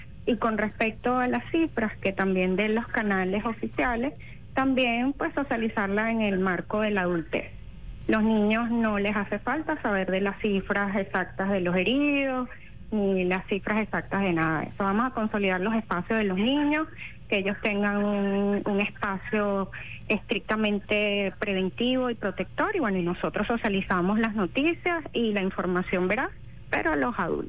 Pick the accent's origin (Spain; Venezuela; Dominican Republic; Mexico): Venezuela; somos humanos y hermanos, somos venezolanos, o sea, esto es un sentir colectivo